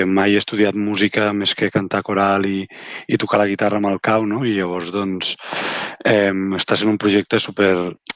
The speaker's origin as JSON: {"language": "Catalan", "town": "Gràcia", "region": "Catalonia", "country": "Spain", "said": "que soc un cantautor de la Vila de Gràcia"}